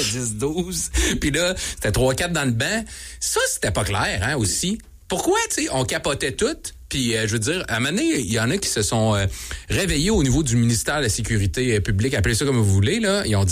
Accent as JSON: {"language": "French", "town": "Saint-Apollinaire", "region": "Quebec", "country": "Canada", "tie": "born or raised there", "said": "je suis natif de Saint-Apollinaire"}